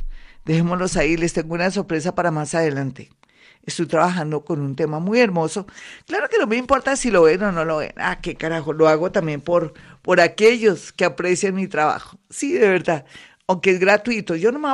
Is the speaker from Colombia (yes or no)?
yes; Colombia; como somos los colombianos, la berraquera. Es que nosotros, los colombianos